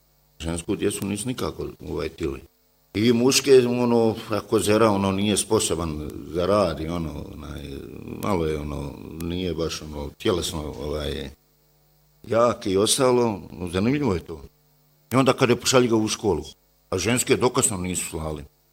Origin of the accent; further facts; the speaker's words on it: Federation of Bosnia and Herzegovina, Bosnia & Herzegovina; Ovdje kod nas u Ljubunču